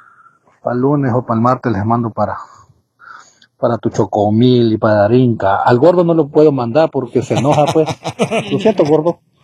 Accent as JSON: {"language": "Spanish", "country": "Ecuador", "said": "Pero bueno, soy ecuatoriano"}